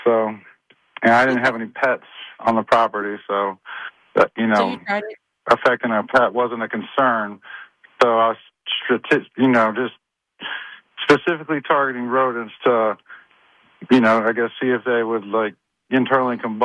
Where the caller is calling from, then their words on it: Norfolk, Virginia, United States; I would welcome you guys to come visit my house actually here in Norfolk. I've been told that this is the second oldest house in the Norview area.